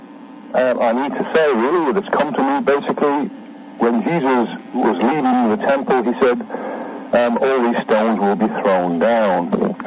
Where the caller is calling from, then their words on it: Wales, United Kingdom; I'm calling from the United Kingdom, and in particular North Wales, which is in the top right-hand corner of North Wales, is where this message is coming from.